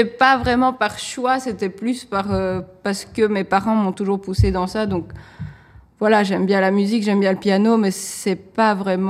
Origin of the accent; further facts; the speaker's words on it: Liège, Wallonia, Belgium; also born or lived in Reni, Ukraine; c'est la ville, même si je ne suis pas née à Liège, mais c'est la ville où j'ai grandi depuis que j'ai 3 ans. Donc c'est là où j'ai fait mes primaires, mes secondaires et toutes mes études.